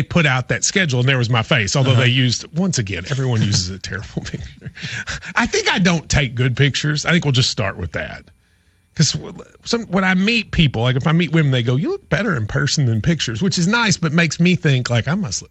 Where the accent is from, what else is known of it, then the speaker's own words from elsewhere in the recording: Middlesboro, Kentucky, United States; I mean, I'm from Middlesboro, Kentucky. I was the 11th man on the JV basketball team.